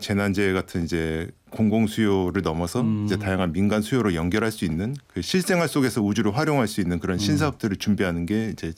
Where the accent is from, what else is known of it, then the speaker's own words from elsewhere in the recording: Japan; 제가 어렸을 때 일본에서 자랐는데요.